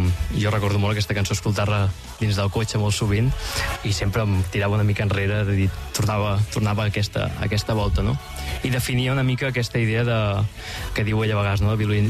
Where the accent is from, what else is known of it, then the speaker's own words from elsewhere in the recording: Mataró, Catalonia, Spain; Jo vinc de Mataró.